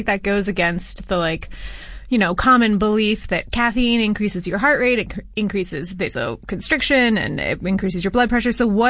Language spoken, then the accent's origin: English; San Francisco, California, United States; born or raised there